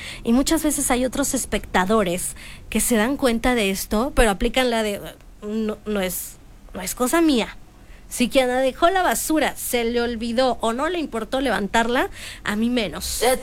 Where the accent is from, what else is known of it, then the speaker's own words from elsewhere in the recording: Mexico; los mexicanos somos muy cálidos, muy empáticos, muy todo